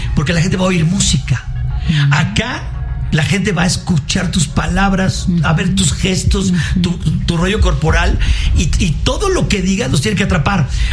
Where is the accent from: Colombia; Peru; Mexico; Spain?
Mexico; Aquí no decimos chendo. Déjame decirte qué pasa con México. México exporta demasiada televisión. Entonces, nuestra manera de hablar traspasó fronteras.